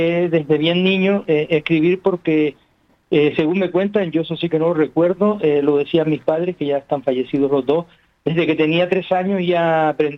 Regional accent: Canary Islands, Spain; el haber nacido en estas montañas sagradas de Gran Canaria, ser el último habitante nacido dentro de mi pueblo, parido por mujer, que eso es mérito de mi madre, obviamente, en esta tierra, pues, que es un calillo

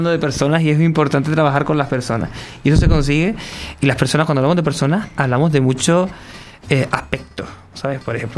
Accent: Canary Islands, Spain

